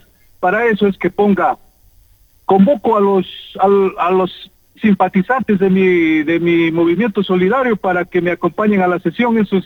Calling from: Loja, Ecuador

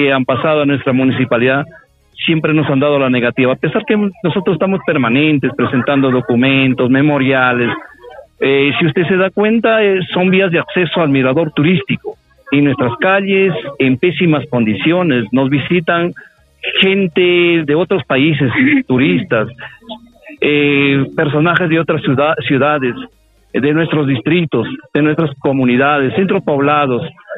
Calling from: Peru

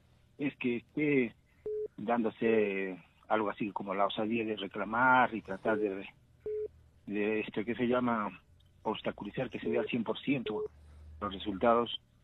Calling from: Juliaca, Puno, Peru; De Juliaca.

